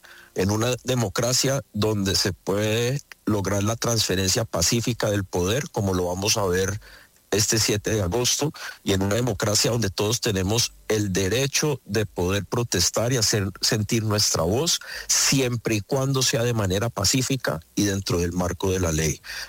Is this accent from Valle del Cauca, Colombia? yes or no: yes; Cali, Valle del Cauca, Colombia; para sentirnos orgullosos como caleños, porque nuestra ciudad es el corazón de Colombia.